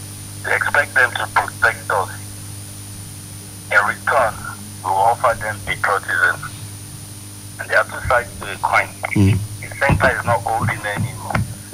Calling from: Ibadan, Oyo, Nigeria; I'm calling from Ring Road, Ibadan.

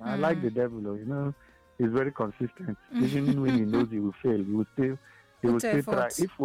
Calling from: Abakaliki, Ebonyi, Nigeria; I'm calling from Abakaliki.

